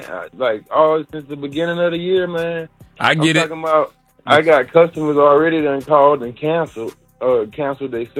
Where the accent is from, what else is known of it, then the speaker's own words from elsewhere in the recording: Charlotte, North Carolina, United States; from Charlotte.